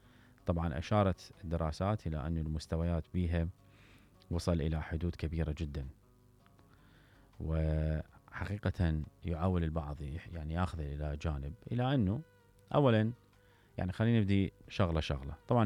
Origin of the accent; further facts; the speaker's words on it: Iraq; فلذلك إحنا كمواطنين عراقيين أكو جزء من العمل من عندنا.